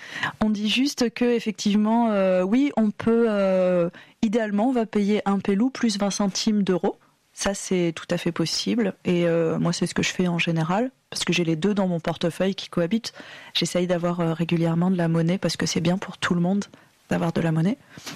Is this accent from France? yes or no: yes; Glanges, Nouvelle-Aquitaine, France; Donc moi je suis de Glange, donc de la communauté de communes Briançon-Sud-Haute-Vienne, et là-bas on est tous familiers vraiment avec cet outil